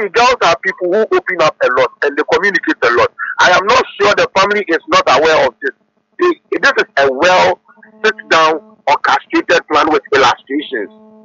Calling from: Madina, Greater Accra, Ghana; I'm calling from Medina.

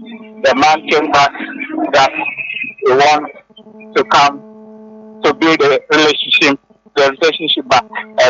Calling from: Danfa, Greater Accra, Ghana; calling from Danfa.

